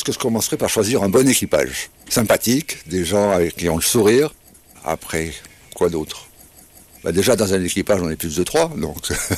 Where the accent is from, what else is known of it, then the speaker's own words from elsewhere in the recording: south of France, France; also born or lived in Algiers; Je suis né à Alger. J'ai erré dans le sud de la France pendant mes premières années.